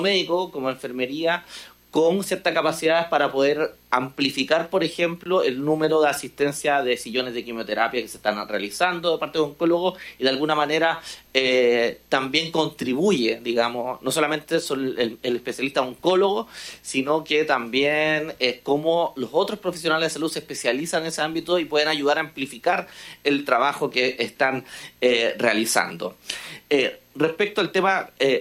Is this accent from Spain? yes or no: no; Chile; yo también vengo de Chile, fui viceministro de Salud